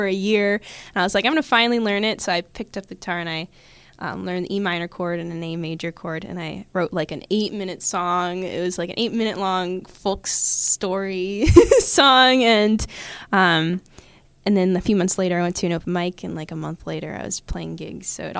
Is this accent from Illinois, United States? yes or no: yes; Oswego, Illinois, United States; moved away as an adult; now in Pittsburgh, United States; Yeah, so I actually grew up in Illinois. I only moved to Pittsburgh in September, so I've been here just under a year. So I really came up in the music scene back in Illinois, about an hour outside of Chicago.